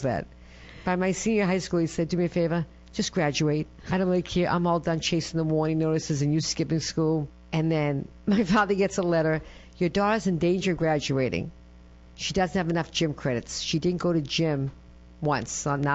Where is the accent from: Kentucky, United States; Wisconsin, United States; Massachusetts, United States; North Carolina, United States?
Massachusetts, United States; So I grew up on the North Shore of Boston, 14 years old, blizz of 78. We moved to Newton.